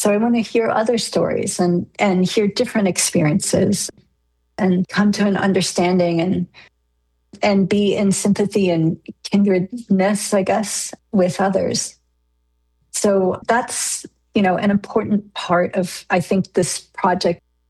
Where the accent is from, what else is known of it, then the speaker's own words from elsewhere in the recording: United States; born there; I was born of parents that were refugees during the Korean War. And I was born here in America.